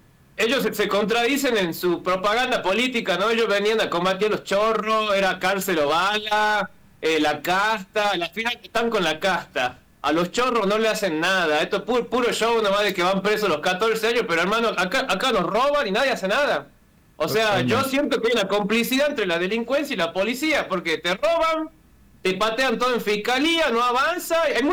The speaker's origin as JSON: {"language": "Spanish", "region": "Salta", "country": "Argentina", "said": "soy de Salta"}